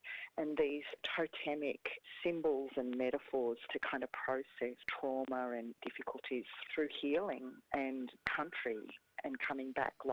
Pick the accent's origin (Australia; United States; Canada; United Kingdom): Australia; Victoria; now in Melbourne, Australia; I'm a Yorta Yorta Gunai Kurnai woman. I grew up on Yorta Yorta country up there in northeast Victoria in inland freshwater country.